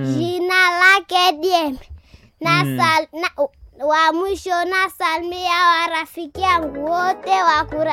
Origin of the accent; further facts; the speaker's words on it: Kitatumba, North Kivu, DR Congo; Kitatumba.